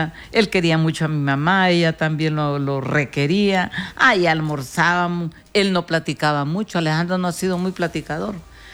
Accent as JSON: {"language": "Spanish", "town": "San Francisco de Coray", "region": "Valle", "country": "Honduras", "tie": "born there", "also_born_or_lived": "San Antonio del Norte, La Paz, Honduras", "moved": "as an adult", "said": "soy de San Antonio del Norte de La Paz, pero mi corazón también está en San Francisco de Coray, porque estoy ahí desde los 9 años hasta como los 25 estuve por ahí"}